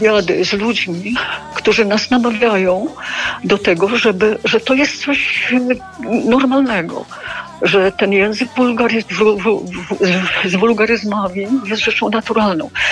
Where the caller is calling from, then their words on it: Masovian Voivodeship, Poland; Dzwonię spod Warszawy.